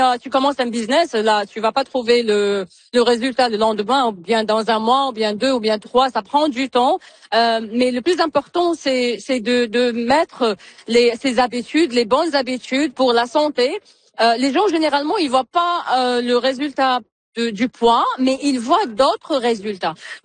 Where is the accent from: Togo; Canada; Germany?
Canada; New Brunswick; Je suis de Nouveau-Brunswick, je suis pas d'ici